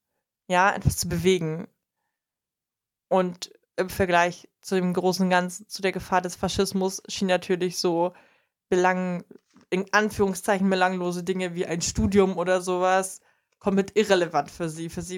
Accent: Glauchau, Saxony, Germany; born there; moved away as an adult; also born or lived in Poland / Crimmitschau / Rostock / France; now in Berlin, Germany; Beginnend mit 2,5 sind wir aus Polen weggezogen. Dann war ich, bis ich 11 war, in Glauchau in Sachsen. Dann bin ich von da nach Grimmitschau gezogen. Da war ich da, bis ich 19 war. Dann bin ich nach Rostock gezogen. Und dann war ich für ein Jahr im Ausland

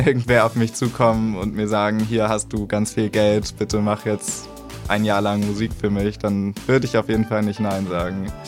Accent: Greifswald, Mecklenburg-Vorpommern, Germany; moved away as an adult; now in Rostock, Germany; Ich komme ursprünglich tatsächlich aus Rostock, also ich wurde hier geboren. Aber ich bin in Greifswald aufgewachsen, tragischerweise. Hatte dann aber das Privileg, vor so knapp 5 Jahren wieder nach Rostock ziehen zu dürfen. Und seitdem wohne ich hier auf jeden Fall sehr zufrieden

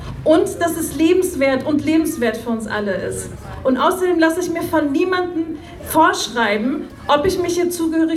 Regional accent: Mecklenburg-Vorpommern, Germany; Denn Mecklenburg-Vorpommern ist mein Zuhause, ist meine Heimat. Ich bin hier aufgewachsen. Ich liebe dieses Bundesland.

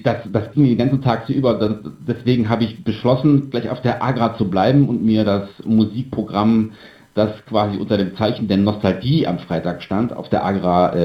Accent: Mönchengladbach, North Rhine-Westphalia, Germany; denn ich komme aus Mönchengladbach

